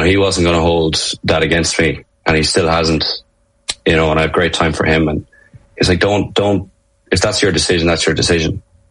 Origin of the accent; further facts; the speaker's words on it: Ireland; this is where I'm going to excel as an Irish guy. Irish guys will go over and the kicking's always a bit of a slagging